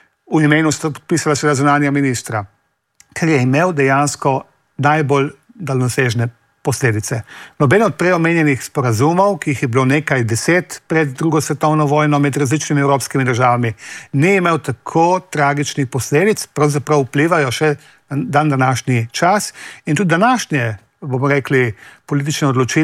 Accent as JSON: {"language": "Slovenian", "region": "Slovenian Littoral", "country": "Slovenia", "said": "lahko rečemo, smo se najprej srečali na Primorskem, sam kot Primorec to posebej poudarjam, s fašizmom."}